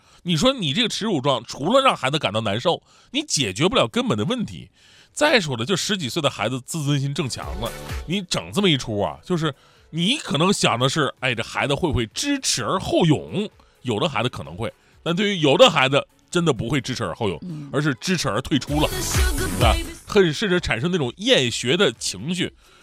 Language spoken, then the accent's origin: Chinese; Longkou, Shandong, China; moved away; 那山东龙口啊，我老家呀，我老家山东龙口